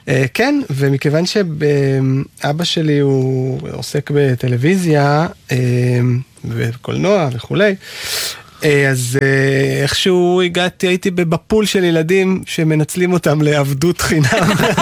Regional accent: Tel Aviv, Tel Aviv District, Israel; born there; נולדתי בתל אביב לפני 50 שנה.

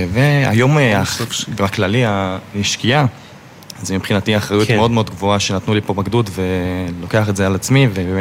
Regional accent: Modiin, Central District, Israel; בן 25, אני ממודיעין.

